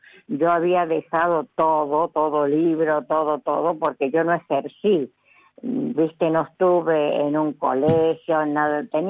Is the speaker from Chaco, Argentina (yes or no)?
no; Villa Mercedes, San Luis, Argentina; Sí, Mercedes San Luis.